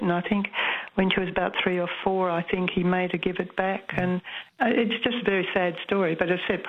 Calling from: Umina Beach, New South Wales, Australia; Umina Beach in New South Wales.

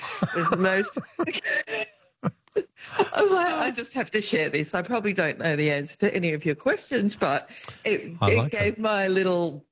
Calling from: Alphington, Victoria, Australia; Hi, I'm actually from Elphington, not Clinton, whatever you said, but anyway.

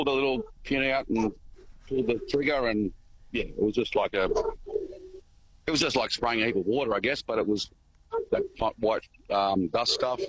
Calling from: Herberton, Queensland, Australia; Up in Herberton.

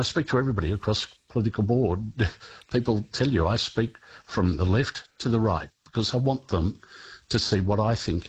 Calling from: Canberra, Australian Capital Territory, Australia; I'm calling you from Parliament House down in Canberra

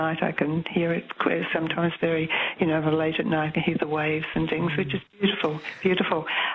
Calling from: Umina Beach, New South Wales, Australia; Yumina Beach in New South Wales.

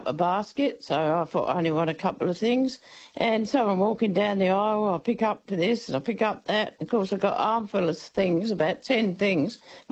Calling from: Maffra, Victoria, Australia; Oh, hi, Mim. Yeah … from Maffra.

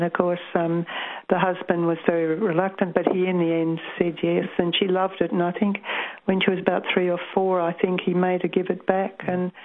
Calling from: Umina Beach, New South Wales, Australia; Hello, Ashwin. Umeana Beach in New South

